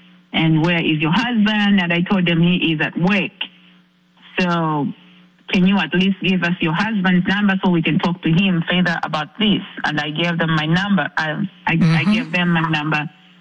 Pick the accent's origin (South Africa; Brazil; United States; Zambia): Zambia; I'm not a U.S. citizen. I'm from Zambia, Africa.